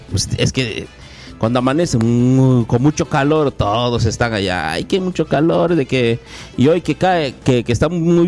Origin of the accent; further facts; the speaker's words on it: Santa Cruz Pueblo, Yucatán, Mexico; Ey, mi paisana, porque yo también crecí en Santa Cruz Pueblo